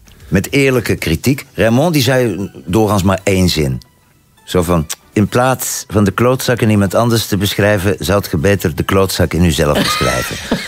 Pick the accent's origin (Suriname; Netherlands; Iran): Netherlands; now in Belgium; Want ik kwam uit Nederland. Toch met een soort idee van, ik zal het even zeggen waar het allemaal over gaat. Een mening hebben over dingen waar ik soms geen verstand van heb. Daar zijn wij Nederlanders soms goed in en soms slecht in.